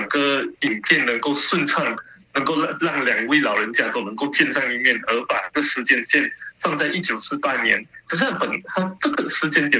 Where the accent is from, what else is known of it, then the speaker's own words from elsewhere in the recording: Malaysia; accent: Malaysian; 我用我们马来西亚的口音，